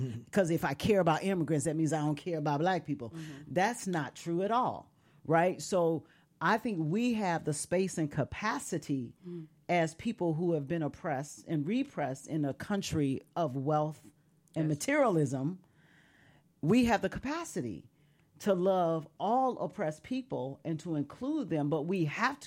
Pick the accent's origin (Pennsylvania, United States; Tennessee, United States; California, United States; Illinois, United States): Illinois, United States; Chicago; We come from Chicago